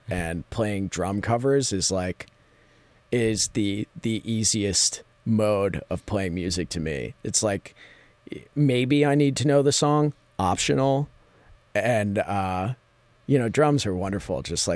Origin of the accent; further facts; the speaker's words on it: Midland, Michigan, United States; I'm from Midland.